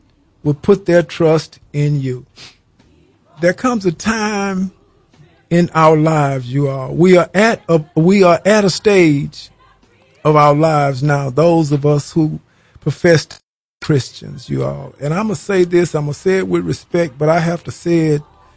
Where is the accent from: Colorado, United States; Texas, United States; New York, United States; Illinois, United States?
Texas, United States; Houston; He's from Dallas, and I'm from Houston, and you know Houston and Dallas didn't get along at all together.